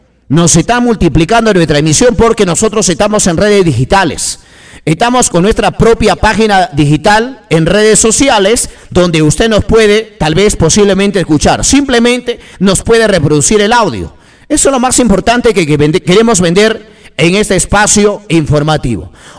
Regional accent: Peru

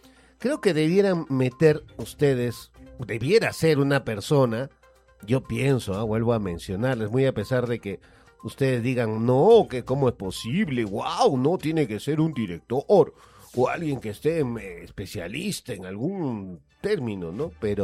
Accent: Peru; como somos peruanos, estamos muy sometidos.

